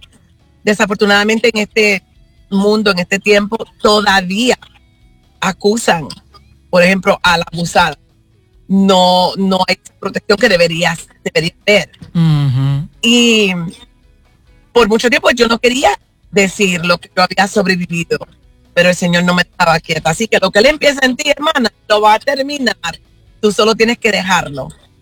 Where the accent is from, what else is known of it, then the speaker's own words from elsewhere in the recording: Puerto Rico; born there; Nací en la bella isla de Puerto Rico.